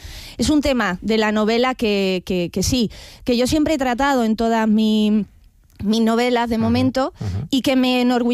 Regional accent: Málaga, Andalusia, Spain; Efectivamente, yo soy malagueña.

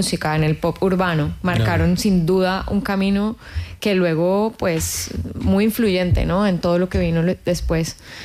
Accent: Colombia; que vengo además de Colombia y que vengo de familia caficultora, me hace falta el cafecito

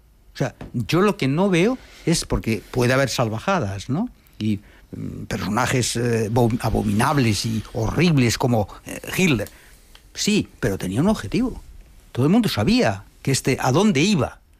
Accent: Chamberí, Community of Madrid, Spain; O sea, yo soy de Chamberí.

